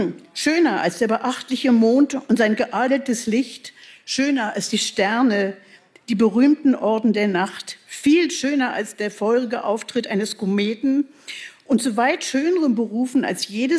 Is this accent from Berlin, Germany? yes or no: yes; Berlin, Germany; Na, ich bin, ich bin eine Berliner Spottdrossel.